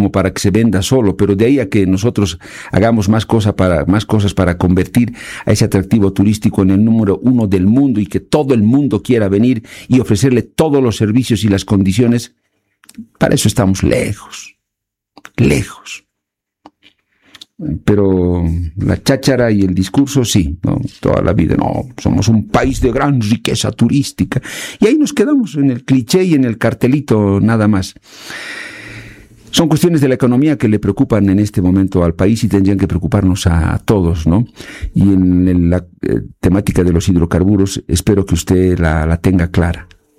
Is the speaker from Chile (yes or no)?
no; Bolivia; Eso a mí me gustaría como boliviano y como periodista.